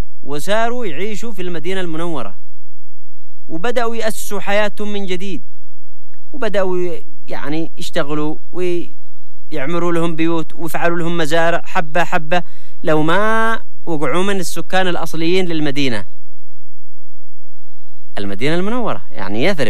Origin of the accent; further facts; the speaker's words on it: Yemen; وأنا عايشين عندنا في اليمن